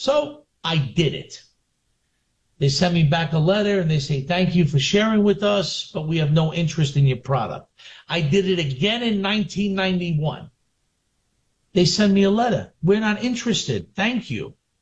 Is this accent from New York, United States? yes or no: yes; Brooklyn, New York, United States; Now, growing up in Brooklyn, you know, I went to local pizzerias.